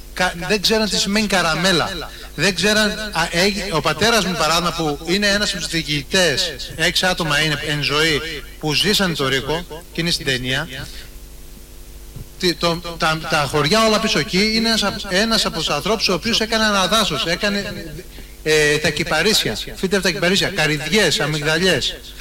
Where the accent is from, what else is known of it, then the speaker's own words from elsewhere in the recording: Ionian Islands, Greece; Και συγχωριανή, είμαι και από την Νικολή.